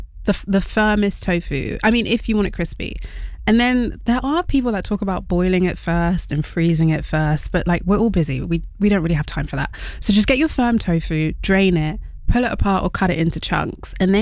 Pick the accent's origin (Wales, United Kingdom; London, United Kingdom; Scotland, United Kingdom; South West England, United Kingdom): Wales, United Kingdom; Caribbean heritage and Welsh. And I just have to throw that in there. My grandma's like, don't forget to mention you're Welsh. I was like, I am proudly Welsh too.